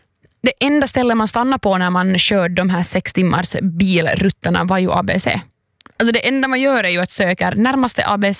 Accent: Finland; also born or lived in Vaasa / Western Uusimaa; jag är ju en finlandssvensk tjej, väldigt finlandssvensk, jag kan ju knappt finska.

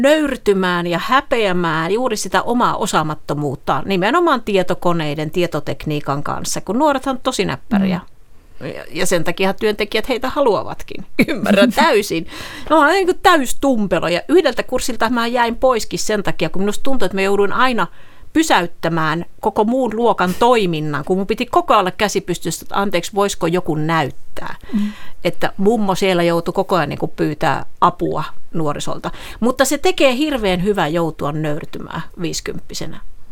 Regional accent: Eastern Finland, Finland; born there; moved away; siellä kotipuolessa Itä-Suomessa, siellä Kaskinkylässä

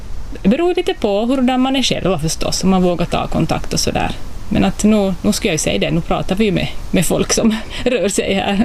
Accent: Vaasa, Ostrobothnia, Finland; moved away as an adult; now in Maxmo, Vörå, Finland; jag är född i Sundom. Så där är jag född och uppvuxen. Så ja, jag var Vasabo om jag nu ska säga så, men eller Sundombo, alltså, därifrån jag kommer. Men i 20 år ungefär har jag bott här i Vörå kommun.

